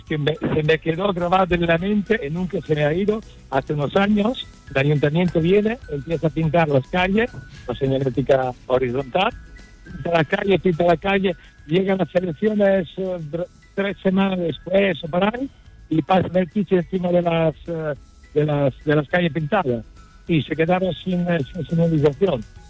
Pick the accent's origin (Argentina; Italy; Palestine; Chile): Italy; Spanish is a second language; moved away as an adult; now in Spain; De hecho, venía aquí en los años 80 de vacaciones y al final me decidí, vine a vivir aquí. Yo soy italiano.